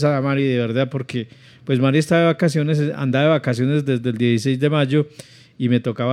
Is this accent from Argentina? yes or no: no; Colombia; Los que están lejos de esta tierra tan bonita como es nuestra patria colombiana.